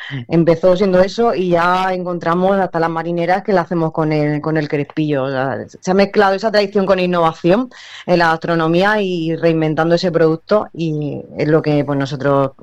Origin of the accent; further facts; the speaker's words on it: Region of Murcia, Spain; las raíces son nuestras raíces que llevamos por bandera al final como buenos murcianos.